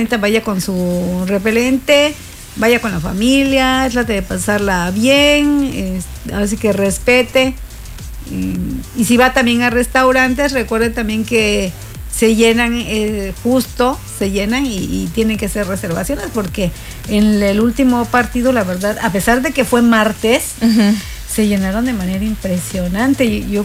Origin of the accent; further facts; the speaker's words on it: Cancún, Quintana Roo, Mexico; lo que nos hace lo que somos cancunenses mexicanos